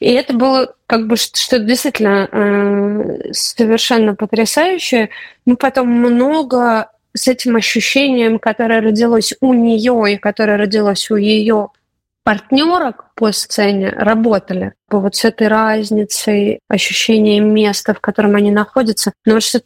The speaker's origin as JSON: {"language": "Russian", "country": "Russia", "tie": "born there", "said": "мы росли в Москве и Петербурге, там нет как бы культуры, культуры этой вообще."}